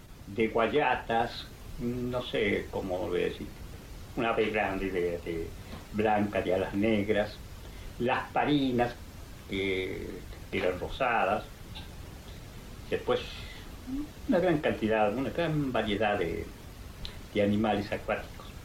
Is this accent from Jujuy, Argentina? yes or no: yes; Abrapampa, Jujuy, Argentina; el ferrocarril Central Norte argentino y se pasó por mi pueblo de Abrapampa en 1913, y la casa y mi casa estaba sobre el camino real